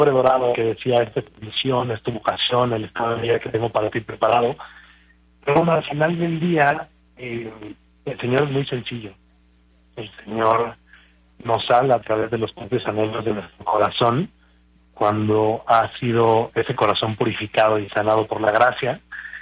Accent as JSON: {"language": "Spanish", "town": "Guadalajara", "region": "Jalisco", "country": "Mexico", "said": "Pues mira, yo soy de Guadalajara, tengo 36 años, soy el más grande de 6 hijos."}